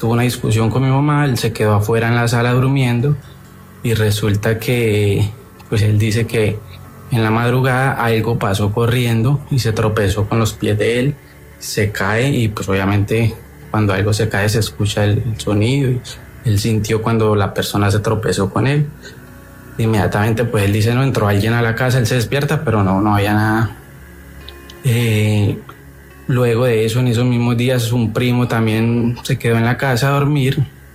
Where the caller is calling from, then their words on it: Tolima, Colombia; yo soy del Tolima